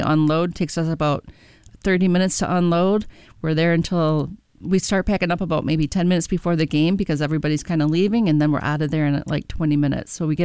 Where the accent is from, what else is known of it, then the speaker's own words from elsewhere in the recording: Saginaw Township, Michigan, United States; So I've been in Saginaw my entire life, Saginaw County. I grew up in Saginaw Township, lived in Carlton for a long time.